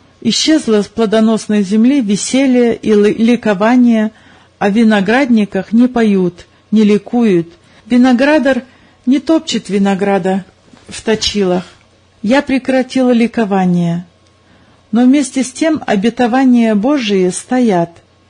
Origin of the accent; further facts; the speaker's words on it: Russia; born there; Родился я в России.